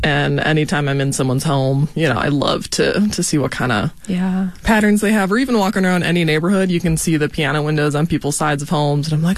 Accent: Wisconsin, United States; So I grew up on South Side, like, Bayview, St. Francis area, and my parents' home has a stained glass window

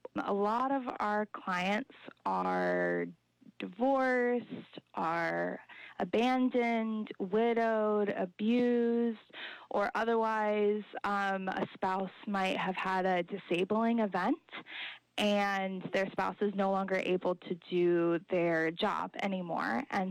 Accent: New Orleans, Louisiana, United States; now in Michigan, United States; So I am not actually originally from Michigan. I'm originally from New Orleans.

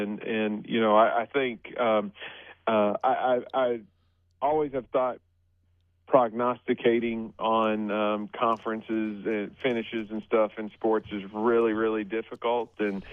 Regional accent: Oklahoma, United States; I have a degree from there. I'm from Oklahoma, so that's a program that I follow some.

